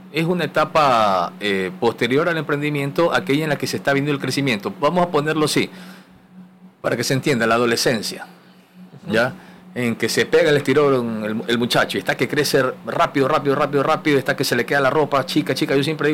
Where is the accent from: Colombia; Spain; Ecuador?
Ecuador; como ecuatorianos y como latinoamericanos